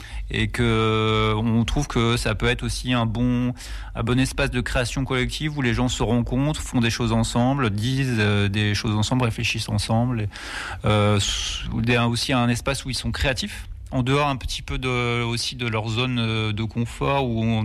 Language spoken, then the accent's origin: French; Hauts-de-France, France; de chez nous, dans le Nord, dans Schnorr.